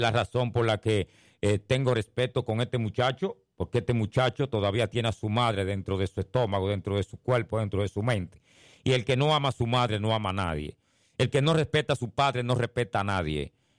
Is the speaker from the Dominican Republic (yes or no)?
yes; Dominican Republic